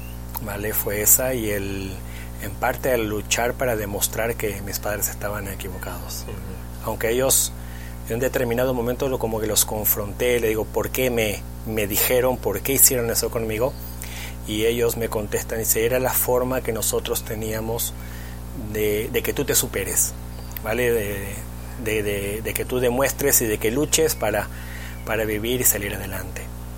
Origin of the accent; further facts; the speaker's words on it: Canelones, Uruguay; also born or lived in Montevideo, Uruguay; now in Tenerife, Spain; Yo nací en Uruguay, allí en Montevideo. Me crié en el departamento al lado, en Canelones, con un hermano mayor